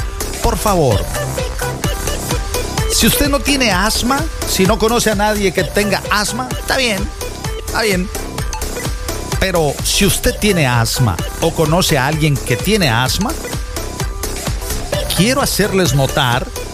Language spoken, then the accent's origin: Spanish; Veracruz, Mexico; yo soy de oro, y yo soy jarocho.